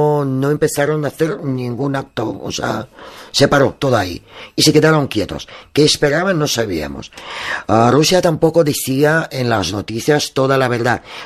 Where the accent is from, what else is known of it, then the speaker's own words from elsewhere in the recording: Ukraine; Esto es mi tierra y mi gente.